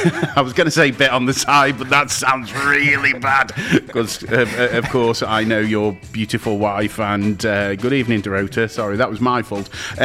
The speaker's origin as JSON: {"language": "English", "town": "Biddulph", "region": "West Midlands", "country": "United Kingdom", "said": "I am from Biddulph originally."}